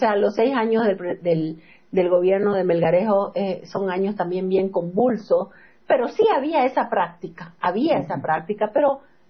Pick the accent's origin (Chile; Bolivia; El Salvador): Bolivia; Santa Cruz; los cruceños solo pensamos en mirarnos el ombligo